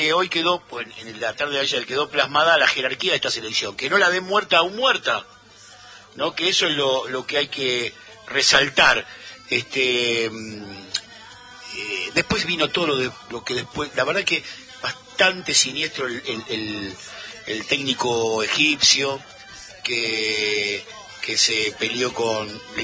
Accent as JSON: {"language": "Spanish", "country": "Argentina", "said": "Ahora, somos Argentina contra todo el mundo."}